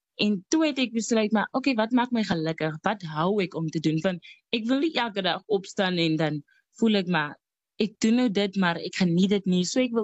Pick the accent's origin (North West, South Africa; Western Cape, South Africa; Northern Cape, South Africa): Northern Cape, South Africa; Upington; Ek is grootgeword in Appington, ook hier gebore, Ek het by my ouma groot geword.